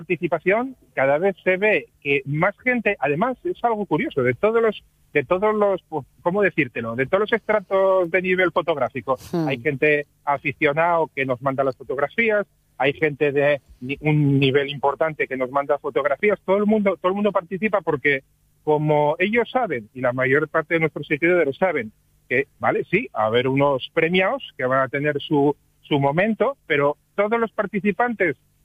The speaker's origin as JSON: {"language": "Spanish", "region": "Asturias", "country": "Spain", "said": "un poco de nuestras raíces, que somos, como somos los asturianos, que tenemos las raíces bien enterradas en la tierra."}